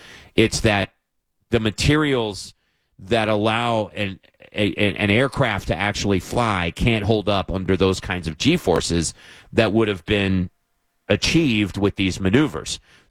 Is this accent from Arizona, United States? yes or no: yes; Arizona, United States; growing up in Arizona, which is a high hot spot.